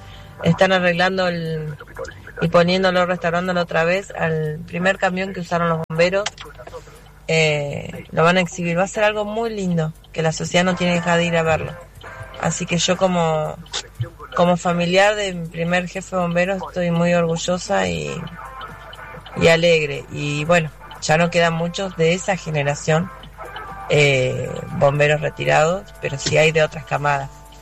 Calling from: Cipolletti, Río Negro, Argentina; de Cipoletti.

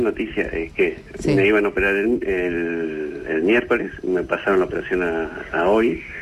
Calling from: Lago Puelo, Chubut, Argentina; Nosotros hacemos champán en Lago Puelo

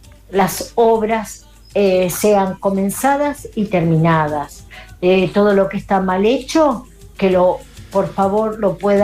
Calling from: Granadero Baigorria, Santa Fe, Argentina; de Granadero Baigorria.

